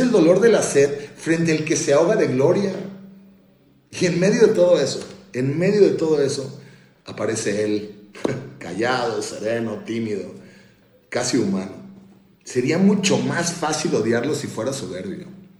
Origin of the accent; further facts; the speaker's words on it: Mexico; A nosotros nos rompió el corazón como mexicanos muchas veces, ¿eh?